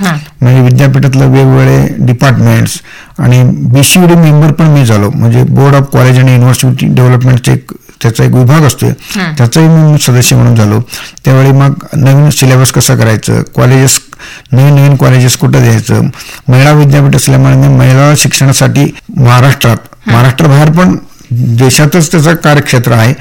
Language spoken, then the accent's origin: Marathi; Tikondi, Maharashtra, India; moved away; मी स्वतःहून तिकोंडीतनं शिकून तिकोंडीचा जन्म घेऊन मी बाहेर शिकत होतो